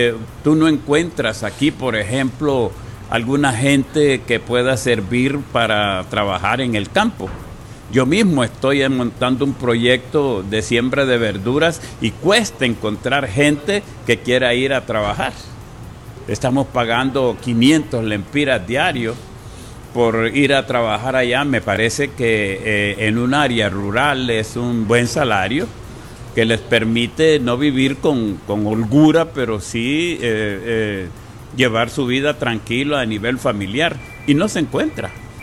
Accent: Honduras; como hondureños tenemos que ayudar

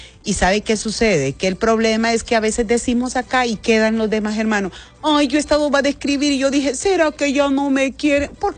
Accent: Tegucigalpa, Francisco Morazán, Honduras; born there; Yo nací aquí, yo le tengo amor a Tegucigalpa.

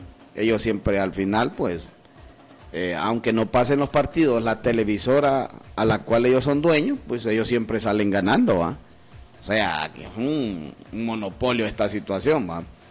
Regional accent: Honduras; así somos los hondureños

